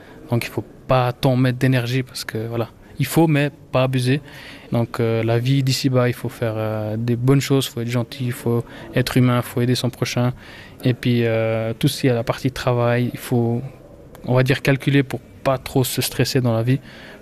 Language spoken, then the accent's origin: French; Switzerland; born there; Non, je suis né ici en Suisse.